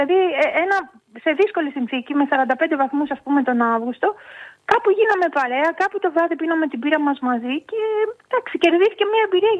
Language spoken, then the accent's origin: Greek; Kymi, Central Greece, Greece; στο χωριό μου που είναι στην Κλίμη της Εύβοιας